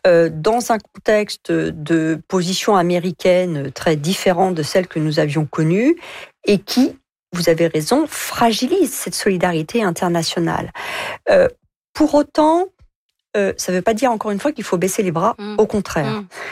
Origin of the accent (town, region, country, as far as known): France